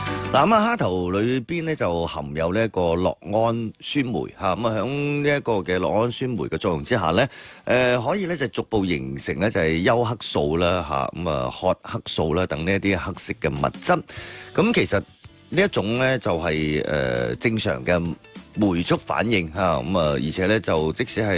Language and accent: Cantonese; Guangdong, China; 作为我哋广东人啦吓